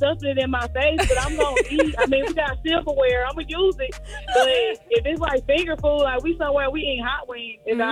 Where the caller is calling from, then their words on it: Atlanta, Georgia, United States; Lay, I'm calling from Atlanta.